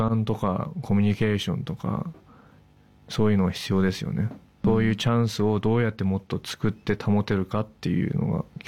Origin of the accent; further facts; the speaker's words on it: Australia; ああこの先生は日本人でオーストラリアで生まれ育ったからって、